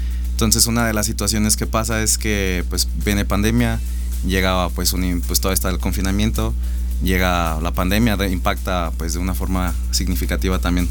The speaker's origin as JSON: {"language": "Spanish", "region": "San Luis Potosí", "country": "Mexico", "said": "aquí alrededor de la ciudad, de mi tierra"}